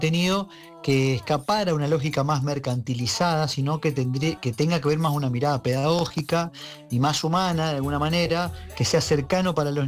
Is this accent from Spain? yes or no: no; interior, Argentina; acá yo soy del interior y cuando vengo a Buenos Aires tengo mi propio acento de mis pagos, de mis tierras.